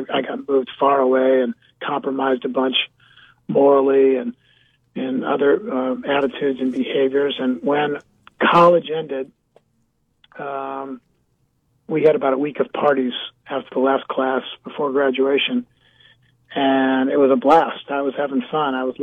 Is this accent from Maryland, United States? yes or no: yes; Bethesda, Maryland, United States; also born or lived in San Diego / Buffalo; So I grew up in San Diego, Buffalo, and Bethesda, Maryland, outside of D.C.